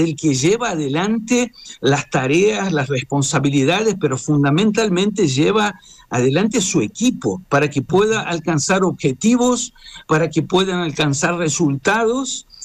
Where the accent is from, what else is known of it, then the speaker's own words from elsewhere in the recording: Brazil; moved away as an adult; now in Córdoba, Argentina; Yo soy brasileño, vivo en Córdoba hace 30 años